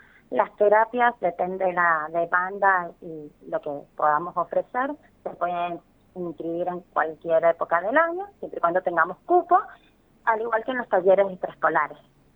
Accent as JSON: {"language": "Spanish", "region": "Mendoza", "country": "Argentina"}